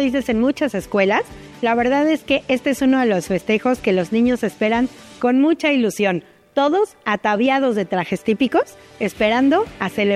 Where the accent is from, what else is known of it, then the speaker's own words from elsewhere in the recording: Mexico; en cada zócalo y ciudad de nuestra República Mexicana hubo fiesta